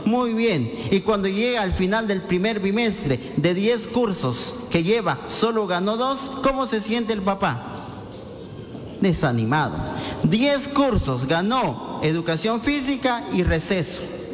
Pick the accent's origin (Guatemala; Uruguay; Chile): Guatemala; Patzún, Chimaltenango; Yo soy de Pasún, Chimaltenango.